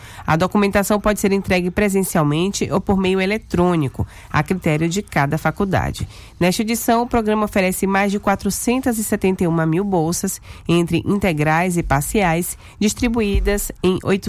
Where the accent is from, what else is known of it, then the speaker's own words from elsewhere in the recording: Cachoeira, Bahia, Brazil; lá na minha cidade, inclusive, né, em Cachoeira